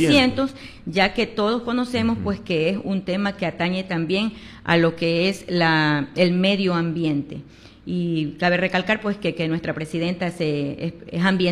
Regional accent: Manabí, Ecuador; como ciudadanos manabitas, como ecuatorianos

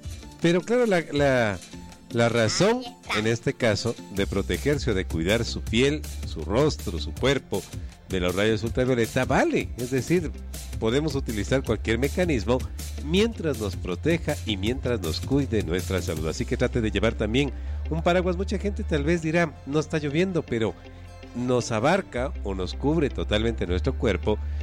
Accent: Quito, Pichincha, Ecuador; nosotros como quiteños y ecuatorianos

